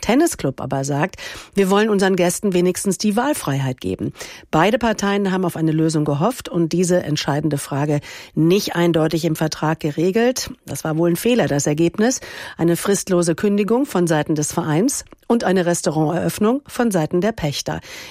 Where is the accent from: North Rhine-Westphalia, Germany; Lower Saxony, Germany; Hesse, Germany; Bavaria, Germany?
North Rhine-Westphalia, Germany; Cologne; Ich als Kölnerin